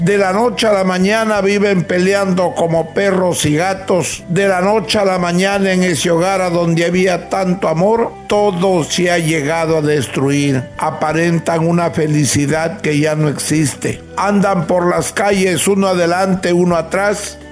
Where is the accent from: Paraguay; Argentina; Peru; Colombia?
Peru; northern Peru